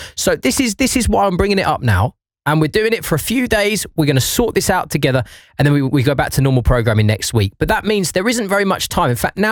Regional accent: United Kingdom; I don't like talking about money because I'm British. Well, yes, mate, we don't talk about it often, though.

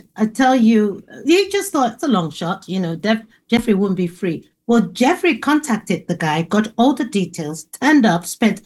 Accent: Asaba, Delta, Nigeria; born there; Okay, well, I was born in a place called Asaba

